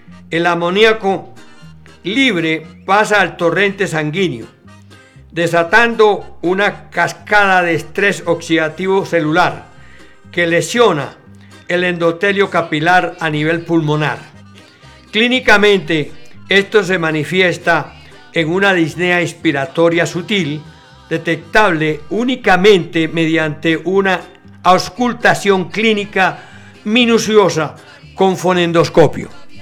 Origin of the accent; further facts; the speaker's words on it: Cesar, Colombia; me refiero al Cesar porque es mi tierra y yo viví en carne propia lo que es el impacto de los químicos.